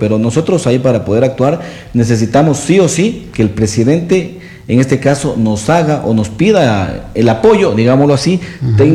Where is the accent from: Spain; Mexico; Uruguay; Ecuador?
Ecuador; San Pedro de Vilcabamba, Loja; siempre seré agradecido de mi pueblo de San Pedro de Vilcabamba